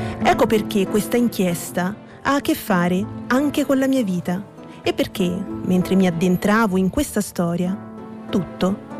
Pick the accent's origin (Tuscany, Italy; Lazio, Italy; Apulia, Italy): Tuscany, Italy; Prato; Io sono cresciuta a Prato, nel distretto tessile più grande d'Europa.